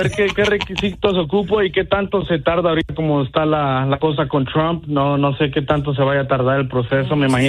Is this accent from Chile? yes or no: no; Los Angeles, California, United States; yo soy nacido en Los Ángeles, originario de Los Ángeles